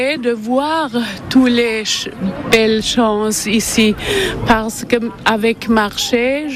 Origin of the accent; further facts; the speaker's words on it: Germany; French is a second language; d'Allemagne et nous sommes ici pour la première fois et nous reviendrons bien sûr.